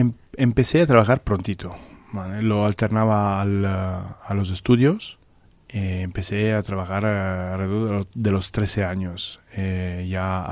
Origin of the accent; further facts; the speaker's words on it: Cafasse, Piedmont, Italy; Spanish is a second language; por la zona de alrededor de mi pueblo, Cafasse